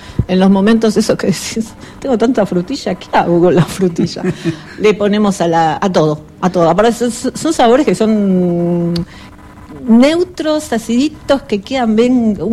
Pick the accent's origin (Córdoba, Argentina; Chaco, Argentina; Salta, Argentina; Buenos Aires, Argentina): Buenos Aires, Argentina; moved away as an adult; now in Patagonia, Argentina; yo soy nacida y criada en Buenos Aires y trabajé en Buenos Aires, ahí arranqué, pero ya hace 20 años que vivo acá.